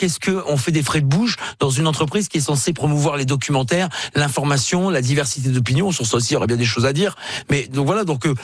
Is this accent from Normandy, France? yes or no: no; Hauts-de-France, France; même si je suis du Nord